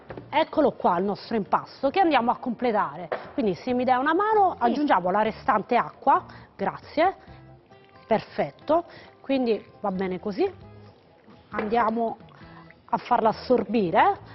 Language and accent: Italian; Corbara, Campania, Italy; sempre in onore della mia terra